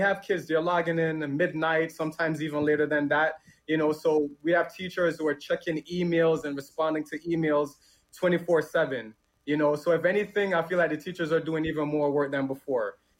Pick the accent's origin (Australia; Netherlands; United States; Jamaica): Jamaica; moved away; Growing up in Jamaica and you know, when I was a kid